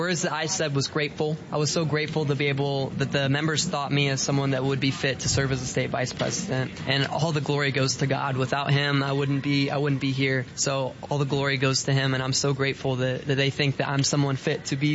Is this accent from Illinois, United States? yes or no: yes; Morgan County, Illinois, United States; I come from Morgan County, Illinois. I grew up as the sixth generation on my family's corn and soybean operation.